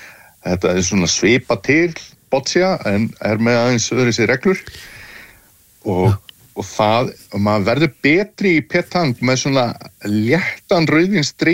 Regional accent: Fáskrúðsfjörður, Eastern Region, Iceland; manni finnst stundum hefur maður að alast upp og mikið á Fáskursfjörði að vera að tala um þessa frönsku sjómenn sko

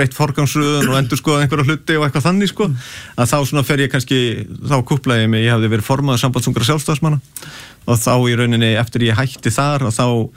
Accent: Garðabær, Capital Region, Iceland; born or raised there; also born or lived in Breiðholt

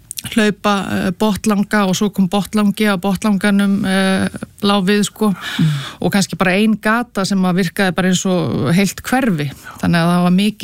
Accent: Reykjavík, Capital Region, Iceland; ég búið fættu uppalinn í Reykjavíkuborg og ég kann alveg að meta Reykjavíkuborg

